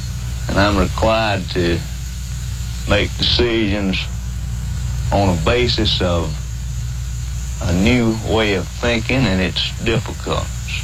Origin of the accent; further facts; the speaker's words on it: the Delta, Mississippi, United States; I've lived in this Delta all my life. My parents before me, my grandparents.